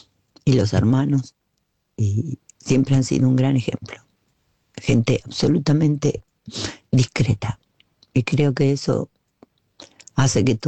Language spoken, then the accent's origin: Spanish; Argentina; Todo el mundo sabe que yo soy argentina, no solo por el modo de hablar, no importa dónde esté.